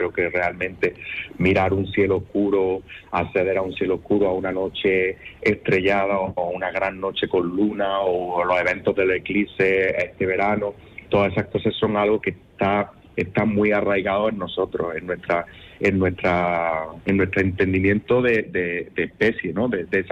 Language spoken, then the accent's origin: Spanish; Priego de Córdoba, Andalusia, Spain; en mi pueblo, en Priego de Córdoba